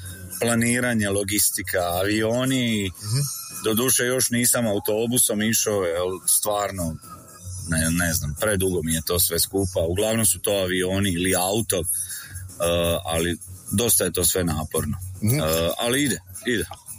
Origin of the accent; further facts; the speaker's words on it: Valpovo, Osijek-Baranja County, Croatia; ja sam tamo iz Valpova.